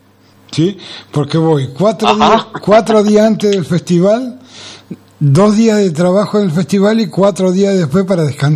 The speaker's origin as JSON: {"language": "Spanish", "region": "Buenos Aires", "country": "Argentina", "tie": "born there", "moved": "yes", "lives_now": "Buenos Aires Province, Argentina", "said": "yo soy de acá. Soy bonaerense por elección y porteño por nacimiento."}